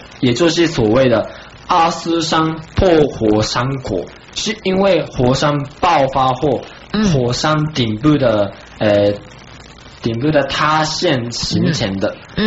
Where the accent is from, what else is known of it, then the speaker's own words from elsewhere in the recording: Japan; Chinese is a second language; moved away as an adult; now in Taiwan; 那我是来自日本的留学生